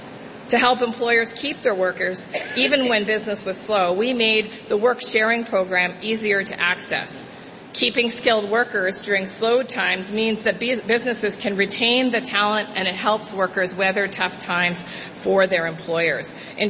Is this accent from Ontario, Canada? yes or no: yes; Ontario, Canada; In fact, I'm from Northern Ontario, and I can tell you that we've seen this in softwood lumber and in pulp and paper over many, many years.